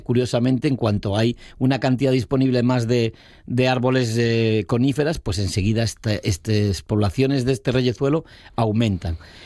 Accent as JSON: {"language": "Spanish", "town": "Noia", "region": "Galicia", "country": "Spain", "tie": "born or raised there"}